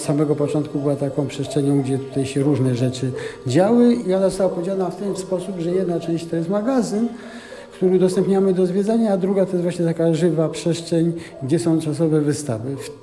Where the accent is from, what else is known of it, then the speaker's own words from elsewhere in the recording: Zakopane, Lesser Poland, Poland; nim został wybudowany ten dom, to mieszkaliśmy w internacie szkoły Kenara. Tam rodzice mieli służbowe mieszkanie, więc ja rzeczywiście od urodzenia wychowywałem się właśnie w takim środowisku